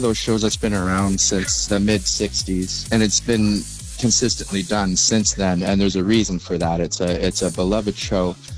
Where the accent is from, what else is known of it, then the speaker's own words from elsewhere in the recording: St. Catharines, Ontario, Canada; also born or lived in Alberta; I'm from St. Catharines, Ontario.